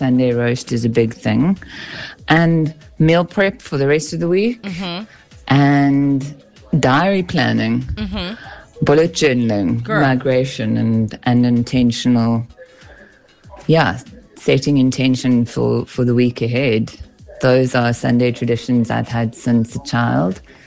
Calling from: Durban, KwaZulu-Natal, South Africa; I'm listening in from Windermere or Morningside.

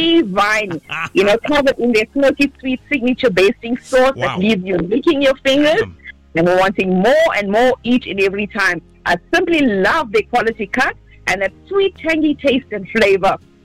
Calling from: Isipingo, KwaZulu-Natal, South Africa; From Isipingo.

